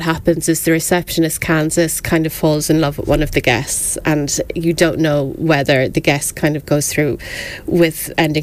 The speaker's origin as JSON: {"language": "English", "town": "Wexford", "region": "Leinster", "country": "Ireland", "said": "I'm from Wexford"}